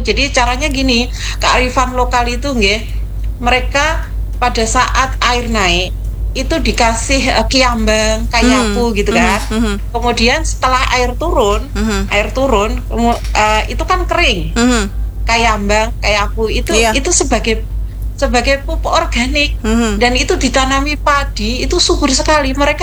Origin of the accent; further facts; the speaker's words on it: Java, Indonesia; saya itu orang Jawa